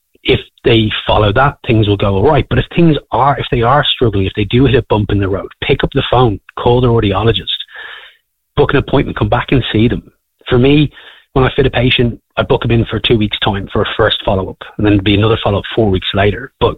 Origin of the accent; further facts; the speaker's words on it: County Wicklow, Ireland; I'm from Wicklow originally.